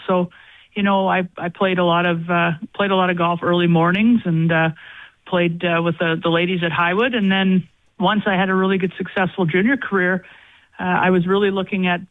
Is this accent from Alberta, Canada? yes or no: yes; High River, Alberta, Canada; Yeah, my start came from obviously being born and raised in High River.